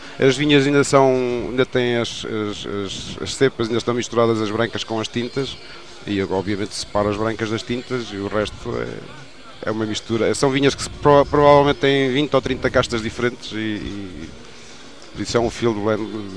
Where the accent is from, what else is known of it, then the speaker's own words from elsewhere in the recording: Pinhão, Norte, Portugal; born there; now in Macedo de Cavaleiros, Portugal; eu sou do Pinhão, não é? Conheço o Douro, nasci lá